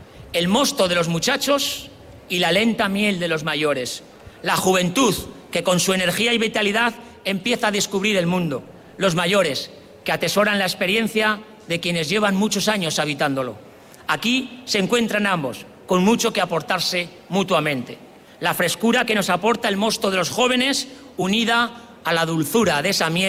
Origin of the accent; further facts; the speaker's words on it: La Rioja, Spain; la reivindicación de nuestra autonomía como riojanos nació indisolublemente unida a la aspiración de contar con una universidad propia.